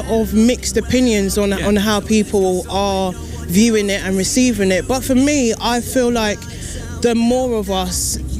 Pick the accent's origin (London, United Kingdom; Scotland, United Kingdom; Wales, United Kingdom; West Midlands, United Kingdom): London, United Kingdom; I'm based in, you know, born and raised in London, UK.